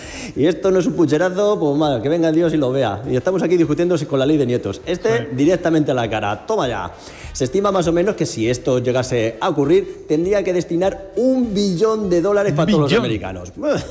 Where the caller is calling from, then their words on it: Alcázar de San Juan, Castilla-La Mancha, Spain; de San Juan.